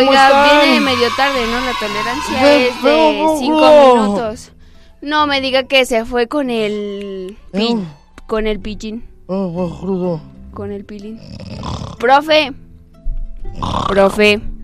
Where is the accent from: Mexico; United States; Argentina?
Mexico; Morelos; Tu de mi tierra natal.